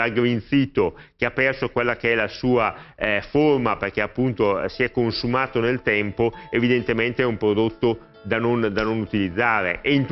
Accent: Brescia, Lombardy, Italy; io che sono bresciano

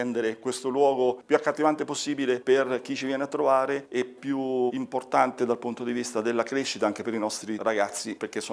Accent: Sassoferrato, Marche, Italy; è un luogo dove sono nato, dove sono cresciuto, dove sto vivendo, dove ho impostato la vita della mia famiglia

